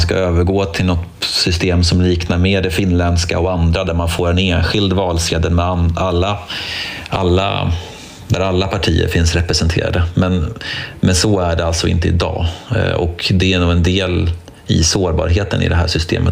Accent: Sweden; Som svensk

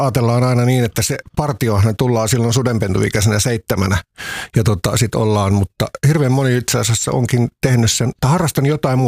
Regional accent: Vantaa, Uusimaa, Finland; also born or lived in Helsinki; me muutettiin aikoinaan Lauttasaaresta Tikkurilaan

